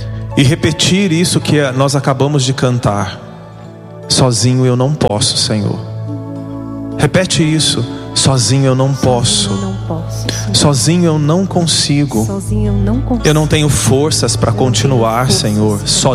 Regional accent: Paraná, Brazil; now in São Paulo, Brazil; sou natural do Paraná

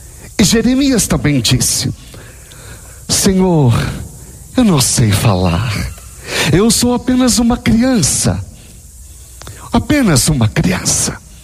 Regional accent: Minas Gerais, Brazil; Anteontem, ou como nós mineiros gostamos de dizer, antonte, não é? Antonte.

